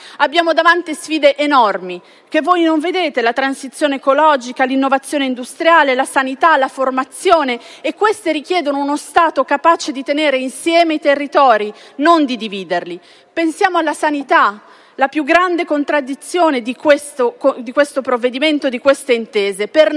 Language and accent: Italian; Lombardy, Italy; lo dico da lombarda